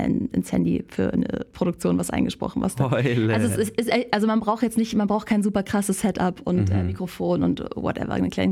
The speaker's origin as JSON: {"language": "German", "region": "Northern Germany", "country": "Germany", "said": "Ich komme ja zum Beispiel aus dem Norden. Hat ganz lange das PF nicht existiert. Ich habe dann bei uns, wir sagen einfach Pferd."}